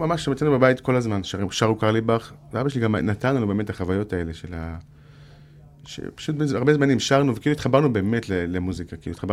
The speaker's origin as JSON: {"language": "Hebrew", "town": "Jerusalem", "region": "Jerusalem District", "country": "Israel", "tie": "born or raised there"}